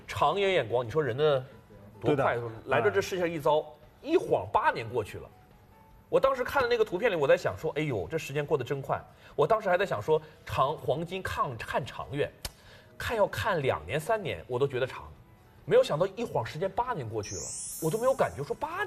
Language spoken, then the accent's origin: Chinese; China; 我们中国人